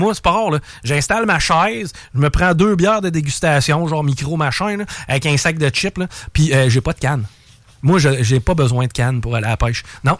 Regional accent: Quebec City, Quebec, Canada; avec mon père, on vient de Val-Bélair

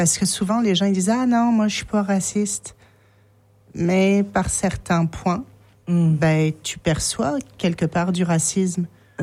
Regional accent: France; now in Saint-Hubert, Canada

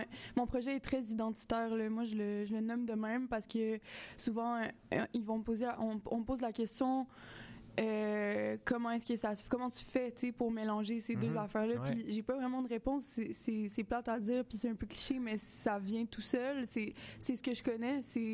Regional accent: Montreal, Quebec, Canada; also born or lived in Gaspé; moi, je suis née à Gaspé, mais j'ai fait mon primaire et mon secondaire à Montréal.

